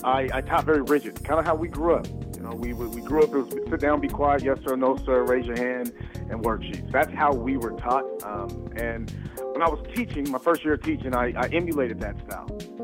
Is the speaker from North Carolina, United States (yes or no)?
no; Los Angeles, California, United States; now in Fresno, United States; I'm from Los Angeles, California. Reside in Fresno, California.